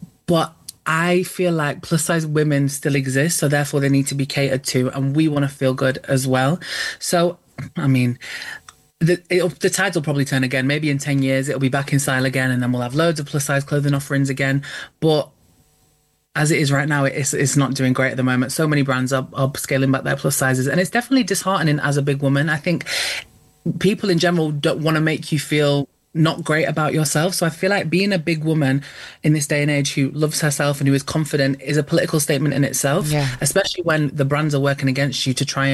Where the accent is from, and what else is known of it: United Kingdom